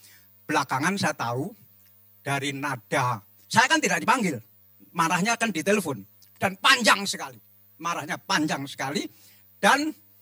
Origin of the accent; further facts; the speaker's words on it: Java, Indonesia; Saya orang Jawa